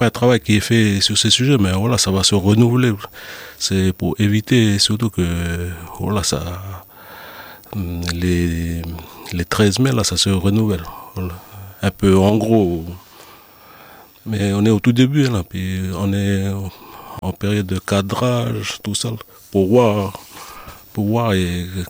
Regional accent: Waré, North Province, New Caledonia; je suis originaire de Waré, à Yengen, et puis je suis sénateur coutumier du pays Haute-Mawap.

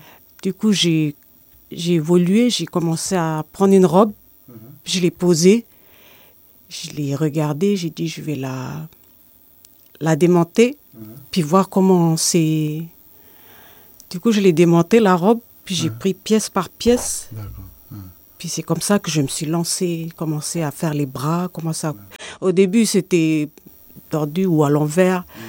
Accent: Ouvéa, Loyalty Islands Province, New Caledonia; now in Ponérihouen, New Caledonia; Je suis originaire d'Ouvéa. Je suis mariée sur Ponéry.

